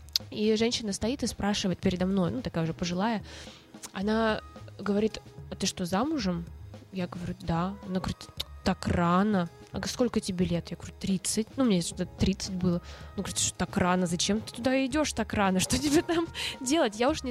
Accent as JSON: {"language": "Russian", "country": "Russia", "moved": "yes", "said": "я из России"}